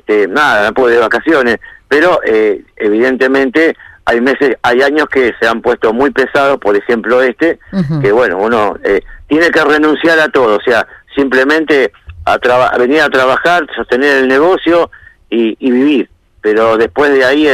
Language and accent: Spanish; Argentina; como argentino nunca dejamos de ser optimistas